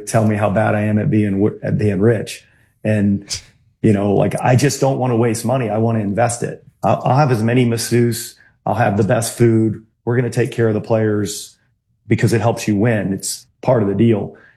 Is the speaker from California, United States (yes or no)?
no; Texas, United States; all I heard was, because I was from Texas, we were going to move the team to Houston.